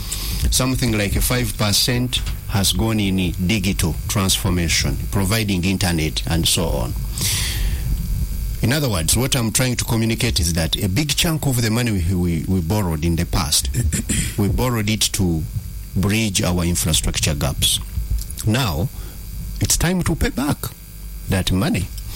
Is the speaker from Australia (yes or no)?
no; Central Region, Uganda; I grew up in Butambala. I go back to Butambala and I see the change.